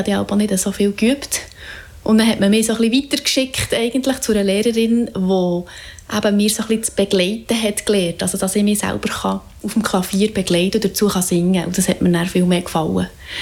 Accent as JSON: {"language": "German", "town": "Zollikofen", "region": "Bern", "country": "Switzerland", "tie": "born or raised there", "lives_now": "Bern, Switzerland", "said": "Ich bin ein Berner Mädchen, weil ich bin ganz in der Nähe von Bern aufgewachsen, nämlich in Zollikofen."}